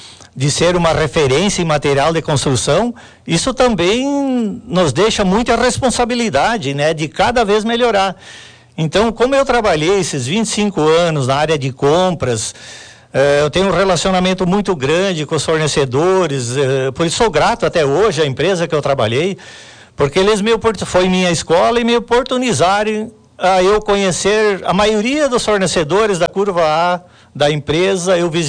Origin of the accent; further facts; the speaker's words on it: Três de Maio, Rio Grande do Sul, Brazil; moved away; porque a gente nasceu aqui, meus filhos nasceram aqui também, minha esposa é daqui